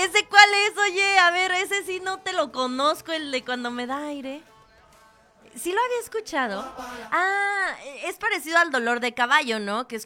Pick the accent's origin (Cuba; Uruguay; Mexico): Mexico; enfermedades que solamente nos dan a los mexicanos